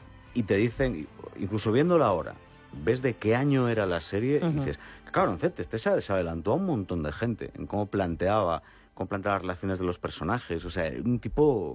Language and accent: Spanish; Ribadeo, Galicia, Spain; como hicimos en mi tierra, en Ribadeo